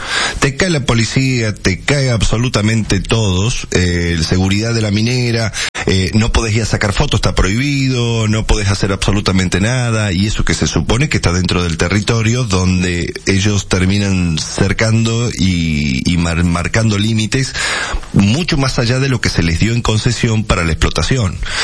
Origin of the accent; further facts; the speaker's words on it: Argentina; nos afecta y nos involucra a nosotros como argentinos.